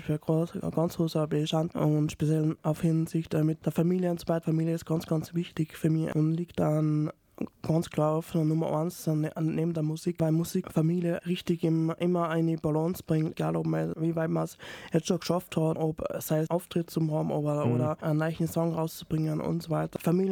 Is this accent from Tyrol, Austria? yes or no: no; Salzburg, Austria; also born or lived in Taxham; Ich bin in Salzburg-Liefering aufgewachsen, habe die Vorschule und die erste Klasse in Liefering bestritten. Dann sind wir umgezogen in Daxam